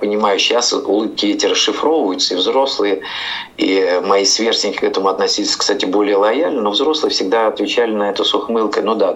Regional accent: Kemerovo, Kemerovo Oblast, Russia; moved away as an adult; also born or lived in Altai; И в результате мы оказались в Кузбассе, в городе Кемерово, где, в принципе, вот я вырос где-то с 3 лет до 18 лет, до того, как я ушел в армию. Детство мое прошло и юность в городе Кемерово.

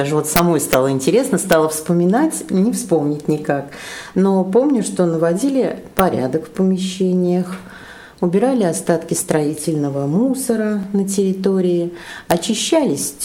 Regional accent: Ostashkov, Tver Oblast, Russia; now in Svyatoye, Russia; Да, конечно, все детство мое прошло в Осташкове

